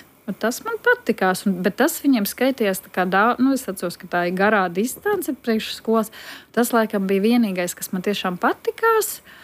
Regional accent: Vidzeme, Latvia; also born or lived in Riga; Es piedzimu Rīgā, bet uzaugu Vidzemē

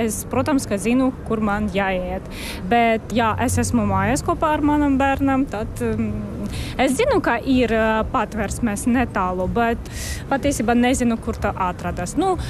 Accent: Ukraine; Jā, es esmu no Ukrainas, jā.

